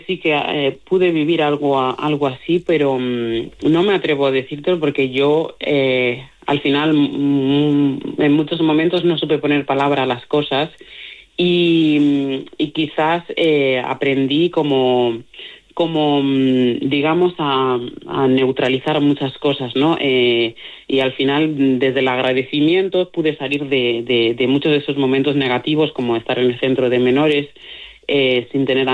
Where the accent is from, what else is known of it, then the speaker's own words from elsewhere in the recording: Mali; Spanish is a second language; ahora no me acuerdo prácticamente de mi dialecto, hablo mejor el castellano y el gallego que mi propio dialecto, uh-huh. y la suerte que tengo es que tengo una pareja maravillosa que también es de Mali